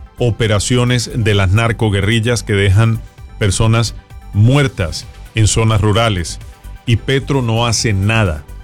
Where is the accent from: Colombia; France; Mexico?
Colombia; moved away; porque soy colombiano, pero no estoy en Colombia y puedo tener otra óptica de lo que está pasando en este momento.